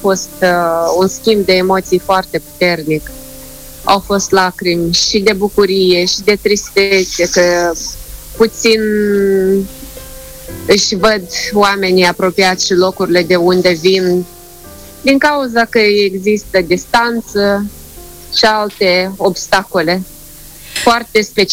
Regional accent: Florițoaia, Moldova; Când eram mică ziceam că sunt din Florența, pentru că vin din satul Florițoaia și sună oarecum similar.

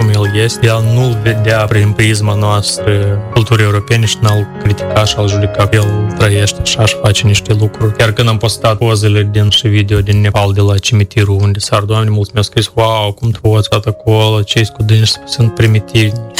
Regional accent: Moldova; greu de ajuns încolo din Moldova și nu e o destinație populară pentru locuitorii din zona noastră

